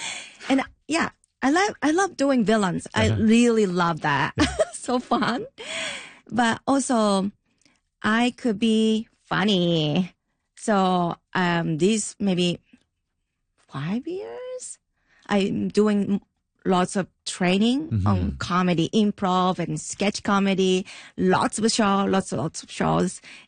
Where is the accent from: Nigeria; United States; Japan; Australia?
Japan; English is a second language